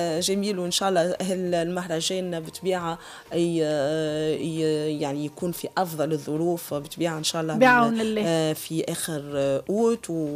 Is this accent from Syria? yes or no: no; Tunisia